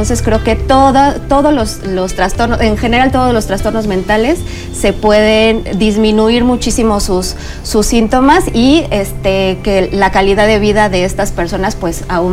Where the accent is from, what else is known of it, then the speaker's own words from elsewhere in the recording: Querétaro, Mexico; En el caso de los servicios de salud del estado de Querétaro, que es de donde yo vengo, hay 33 centros de salud